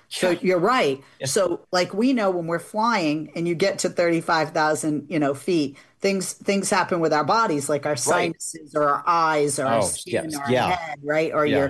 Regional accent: Massachusetts, United States; I'm from Massachusetts. It's a wicked pisser.

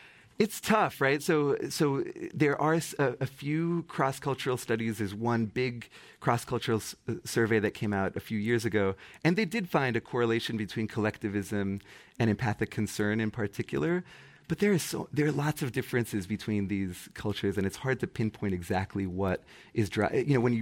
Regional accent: Massachusetts, United States; my home state of Massachusetts.

